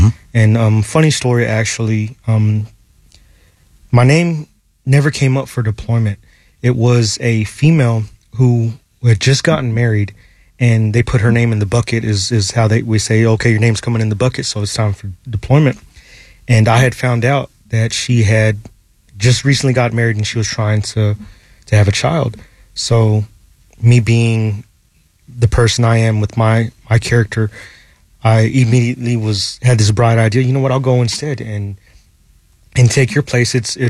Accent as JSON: {"language": "English", "town": "Fort Worth", "region": "Texas", "country": "United States", "tie": "born or raised there", "moved": "as an adult", "said": "I grew up in that in the south part of Fort Worth. I grew up in the part where you have to fight to survive."}